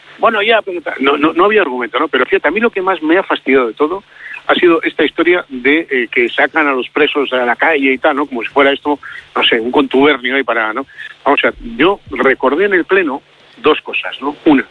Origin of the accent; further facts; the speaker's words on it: Basque Country, Spain; Y los que somos vascos, bueno, nosotros tres que estamos aquí hablando y los que nos están escuchando, sabemos que aquí en Euskadi ha habido mucho dolor